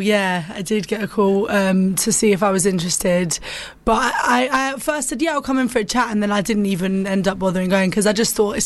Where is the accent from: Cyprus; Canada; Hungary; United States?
Cyprus